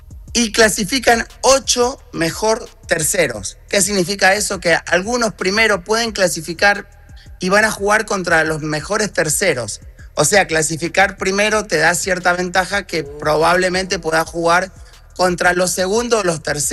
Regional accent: Argentina; como argentino no quiero que gane nunca Brasil

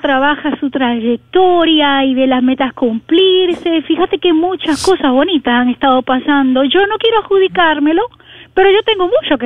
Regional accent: Argentina; burda es venezolano, yo soy argentina

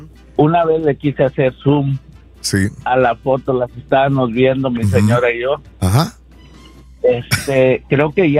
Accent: Matamoros, Tamaulipas, Mexico; Sí, Laura, somos de Matamoros, Raúl.

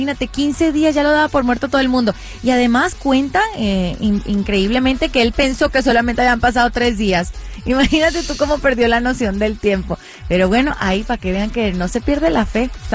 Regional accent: Venezuela; Antes veíamos, yo soy de Venezuela, y veíamos bien lejano la posibilidad, remotamente la posibilidad de tener un kit de emergencia.

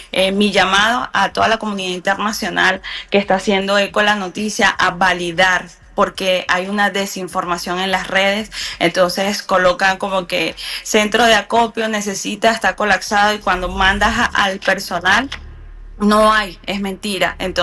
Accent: Venezuela; Somos los mismos venezolanos

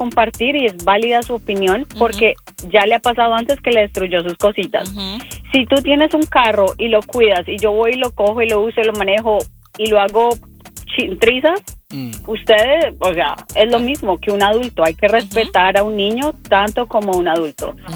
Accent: Colombia; Colombia.

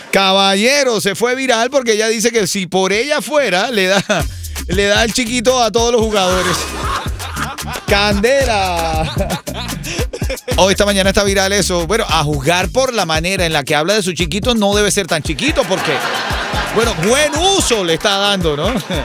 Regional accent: Venezuela; now in Miami, United States; nuestros hermanos venezolanos

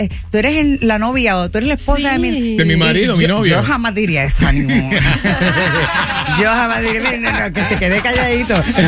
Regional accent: Puerto Rico

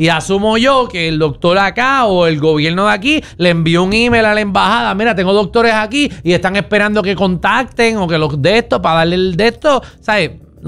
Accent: Puerto Rico; nosotros no somos Estados Unidos, somos una colonia.

